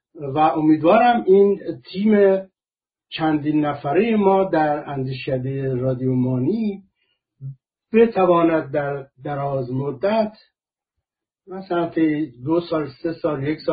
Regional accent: Iran; من شخصا سیلی شخصی خوردم به عنوان یک ایرانی

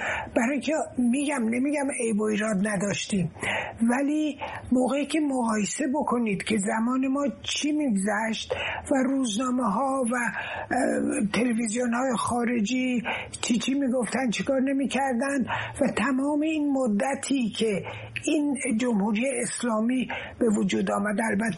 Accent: Iran; moved away; اینه که ایران آزاد بشه، این مهمه و اون از هر چیزی بر من مهمتره. البته اگه یه روزی بتونم پامو به وطنم بذارم، یه روز بزرگی برام خواهد بود.

